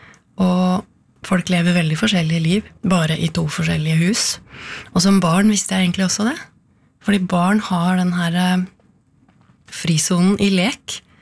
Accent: Koppang, Innlandet, Norway; Ja, jeg har vokst opp på Koppang i Stor-Elvdal kommune. Og det ligger midt mellom, hva skal jeg si da? Midt mellom Elverum og Tynset, i Midt-Østerdalen.

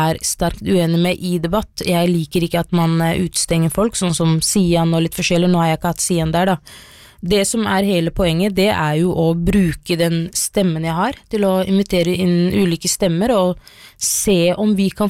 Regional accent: Skien, Vestfold og Telemark, Norway; Og jeg vokste opp I Skien, så telemarksbunaden jo en naturlig del av den feiringen.

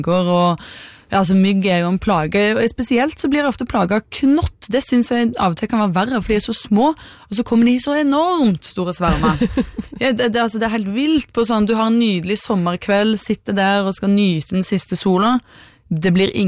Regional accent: Sirdal, Agder, Norway; hjemme der jeg kommer fra, Sirdal, der har vi noe som heter fjelljeger.

